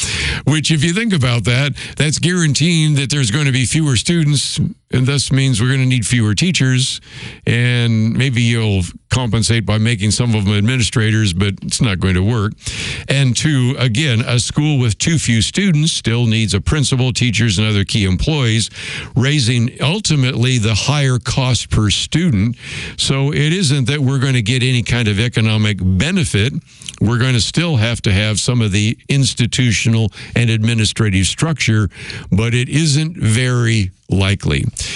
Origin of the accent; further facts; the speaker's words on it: California, United States; In Oakland, California, I grew up in the Bay Area